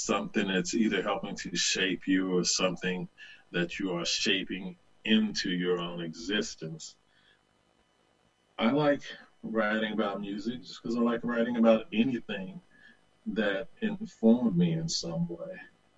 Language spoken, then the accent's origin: English; the South, United States; born or raised there